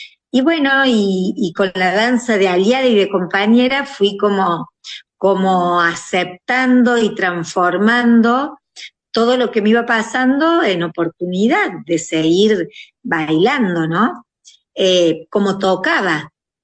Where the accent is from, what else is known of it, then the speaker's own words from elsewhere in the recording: Córdoba, Argentina; Bueno, yo soy de Córdoba, capital